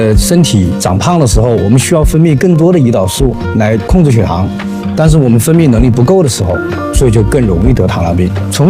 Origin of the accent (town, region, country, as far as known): China